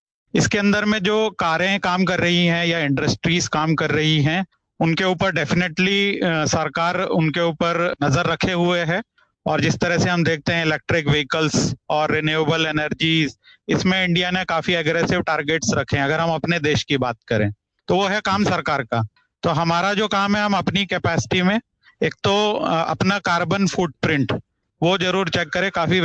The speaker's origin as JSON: {"language": "Hindi", "town": "Rishikesh", "region": "Uttarakhand", "country": "India", "tie": "born or raised there", "also_born_or_lived": "Delhi", "said": "मैं वैसे दिल्ली से हूं, बट मेरा जो बॉर्न एंड ब्रॉट अप है वो ऋषिकेश में हुआ है, और अभी मैं देहरादून में हूँ।"}